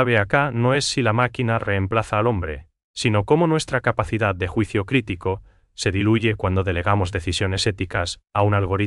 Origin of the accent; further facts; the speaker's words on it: Paraguay; solo nosotros, como paraguayos, entendemos en nuestra realidad cotidiana.